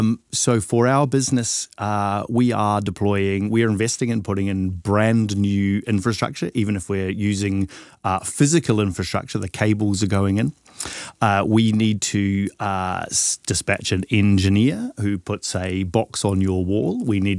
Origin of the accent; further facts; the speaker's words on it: New Zealand; now in United Kingdom; I'm originally from New Zealand